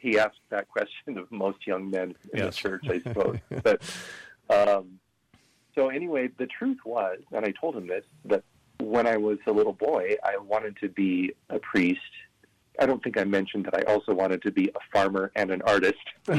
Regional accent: Pasco, Washington, United States; I was born and raised in Pasco, Washington, and so I grew up in St. Patrick Parish, which is now the largest parish in the diocese.

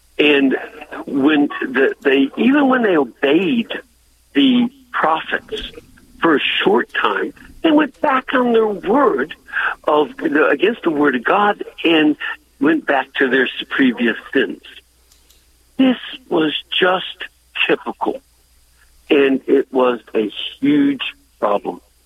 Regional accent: Illinois, United States; I'm from Illinois.

